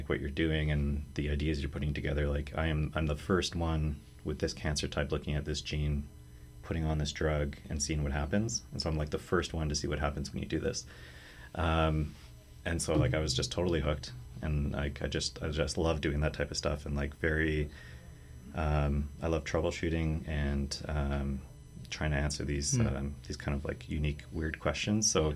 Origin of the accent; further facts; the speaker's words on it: Thunder Bay, Ontario, Canada; moved away as an adult; also born or lived in Ottawa / Calgary; now in Hamilton, Canada; I'm originally from Thunder Bay, so Northern Ontario, not a large city, but like a decent size, the biggest one in that region. And I decided to go to Ottawa for a bachelor's in biochemistry.